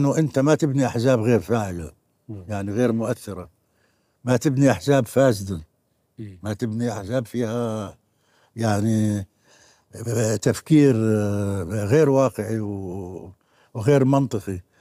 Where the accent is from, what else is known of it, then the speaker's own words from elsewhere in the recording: Palestine; فإحنا اثنين يعني عرفوا إنه إحنا فلسطينيين.